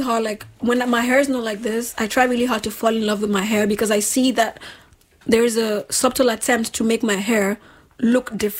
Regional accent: Nigeria; moved away; I think I really, because I grew up in Nigeria. I wasn't black until I moved out of Nigeria.

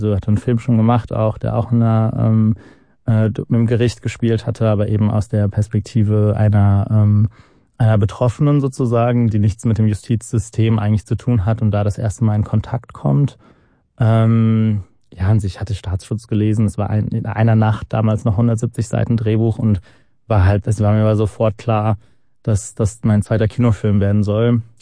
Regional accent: Germany; zweiten und dritten Generationen, die hier eben als Deutsche mit Migrationserfahrungen aufwachsen und so, also so wie ich

